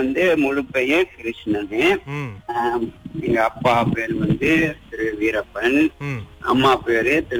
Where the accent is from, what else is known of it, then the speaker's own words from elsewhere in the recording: Port Dickson, Negeri Sembilan, Malaysia; now in Seremban, Malaysia; என்னோட வயது வந்து இப்போது 68. இப்ப நான் பிறந்து வளர்ந்து எல்லாம் வந்து நெகிரி செம்பிலான் போட்டிக்ஸன் மாவட்டத்துல தெங்காங் தோட்டம். பொதுவாக தெங்காங் தோட்டம்னா அந்த காலத்துல போட்டிக்ஸன் வட்டாரத்துல ஒரு பிரபலமான ஒரு தோட்டம்.